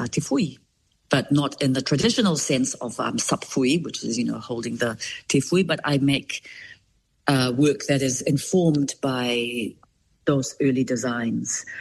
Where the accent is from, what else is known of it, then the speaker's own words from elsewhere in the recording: Rotuma, Fiji; born there; moved away; also born or lived in Aotearoa, New Zealand; I was taken back to Rotuma, and I had my first birthday there and my 13th birthday there. So those first formative years of my childhood was being brought up in Rotuma, watching my elders basically live Rotuma, and be Polynesian.